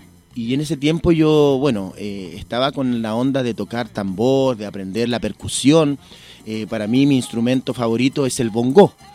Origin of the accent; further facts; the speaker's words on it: Santiago, Santiago Metropolitan Region, Chile; Vengo de la comuna de Conchalí, de la tierra de nuestro … siempre orgulloso de mi comuna.